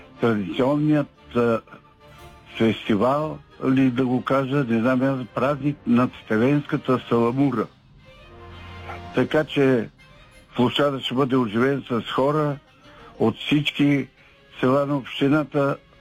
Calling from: Teteven, Lovech Province, Bulgaria; от Етвен съм.

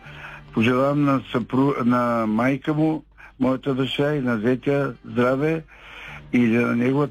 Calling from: Teteven, Lovech Province, Bulgaria; от Етвен съм.

